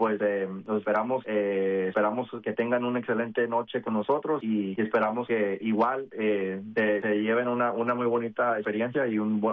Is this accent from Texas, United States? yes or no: yes; Texas, United States; nosotros somos del sur de Texas